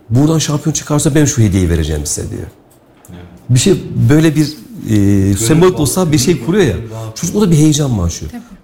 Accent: Kayseri, Turkey; Ben Kayseri'de bunu çok hoşuma gidiyor. Ben de Kayseri'liyim.

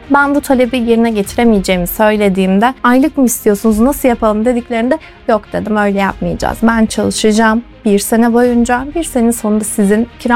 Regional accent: Kayseri, Turkey; born there; 1997 doğumluyum, Kayseri doğumluyum.

